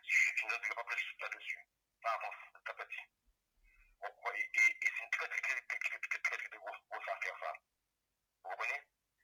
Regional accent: Guadeloupe, France; moved away; moi, je suis un Guadeloupéen, et j'ai le mental, et la force de tenir malgré tout. Même si c'est dur, mais je sais qu'un jour, tout ça va se terminer, et puis je rentrerai chez moi en Guadeloupe

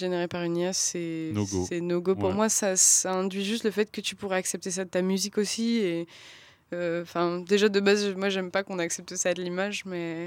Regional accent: Toulouse, Occitanie, France; moi je viens de Toulouse et à Toulouse il y a eu une très très grosse importation de la musique UK

